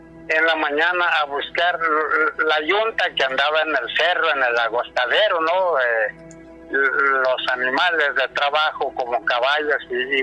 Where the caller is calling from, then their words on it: Hermosillo, Sonora, Mexico; Hola, buenas noches, Gina. … de Hermosillo, que te está marcando.